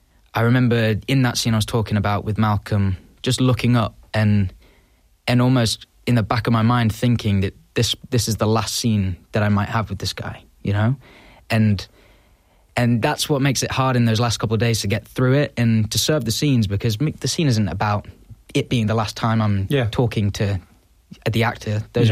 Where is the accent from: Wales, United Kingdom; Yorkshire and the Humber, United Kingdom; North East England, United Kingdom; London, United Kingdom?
Yorkshire and the Humber, United Kingdom; Beverly; My hometown, Beverly. We're kind of in between Beverly, Pocklington, York, in Yorkshire.